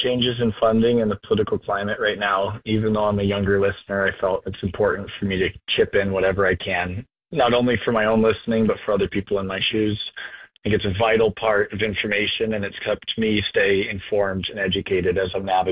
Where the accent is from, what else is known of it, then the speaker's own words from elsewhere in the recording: Greeley, Colorado, United States; I'm from Greeley, Colorado. Started listening to CPR News when I was a dishwasher going through high school.